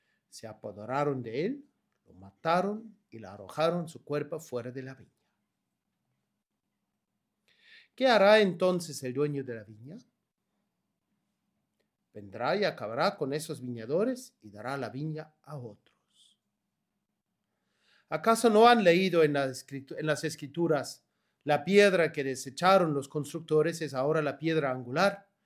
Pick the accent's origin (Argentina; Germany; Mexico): Germany; como buen alemán no le pregunté mucho permiso